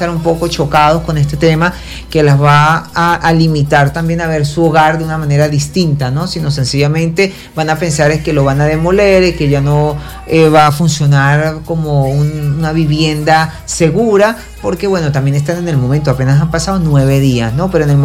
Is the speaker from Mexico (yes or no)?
no; Venezuela; somos venezolanos